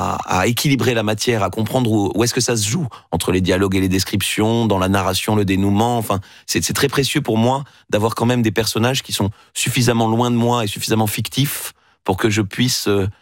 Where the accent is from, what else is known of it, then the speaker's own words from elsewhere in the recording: Toulouse, Occitanie, France; quand on vit comme moi dans les terres loin de l'océan, puisque je suis un Toulousain